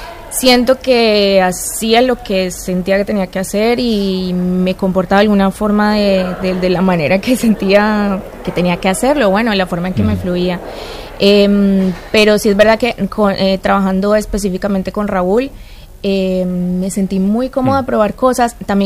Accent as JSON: {"language": "Spanish", "country": "Colombia", "said": "Sí, soy colombiana, pero no tengo historias cercanas."}